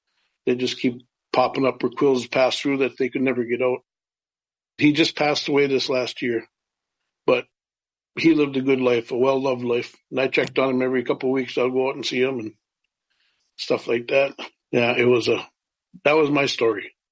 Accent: Bena, United States; we grew up living in Bena behind the big fish there

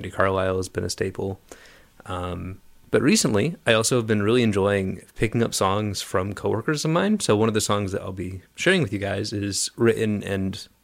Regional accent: Buffalo, New York, United States; Yes. I'm from Buffalo, New York.

